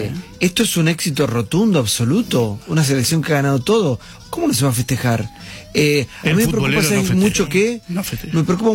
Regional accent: Argentina; ¿Futbolero o no futbolero? Somos todos argentinos.

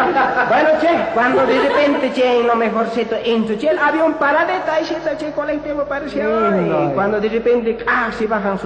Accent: Bolivia; Como los bolivianos no tenemos mar, no sabemos nadar.

